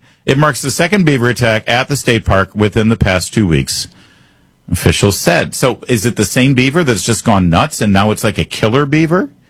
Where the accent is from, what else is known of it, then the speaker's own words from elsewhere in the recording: Michigan, United States; we had beavers growing up in Michigan a bit